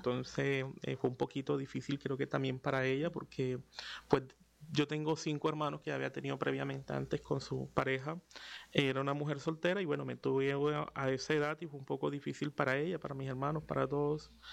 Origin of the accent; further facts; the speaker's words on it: San Pelayo, Córdoba, Colombia; born there; Yo nací efectivamente en San Pelayo, tengo 35 años, nací en julio de 1991. Soy hijo de una madre soltera … Tengo los apellidos de mi mamá.